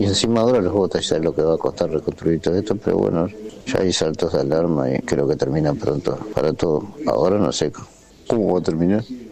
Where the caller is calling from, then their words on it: Concepción del Uruguay, Entre Ríos, Argentina; de Concepción del Uruguay.